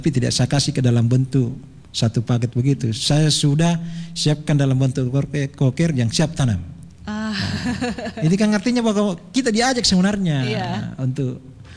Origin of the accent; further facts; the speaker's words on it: Mamuju, West Sulawesi, Indonesia; kita ini orang Mamuju